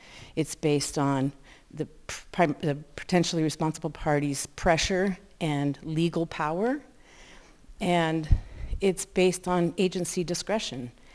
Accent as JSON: {"language": "English", "town": "Missoula", "region": "Montana", "country": "United States", "tie": "born or raised there", "said": "I grew up here in Missoula, surrounded by Superfund sites. I grew up on the north side"}